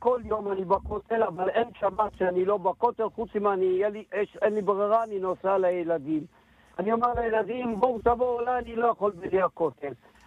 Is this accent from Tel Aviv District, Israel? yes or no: no; Jerusalem, Jerusalem District, Israel; born there; פרסה מלחמת ששת הימים, וישבנו במקלט בזכרון משה.